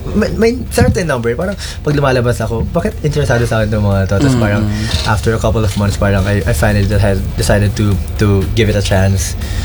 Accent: Mindanao, Philippines; also born or lived in Iloilo / Antique; now in Cavite, Philippines; Lumaki ako sa Mindanao. Tapos tumira din ako sa Iloilo, tumira din akong Antique. Uh-huh. Pero I now live in Cavite, so medyo halo-halo yung Bisaya ako.

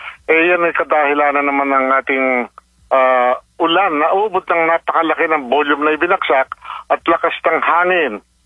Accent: Parañaque, Metro Manila, Philippines; Ang kami ng taga-Paranaque

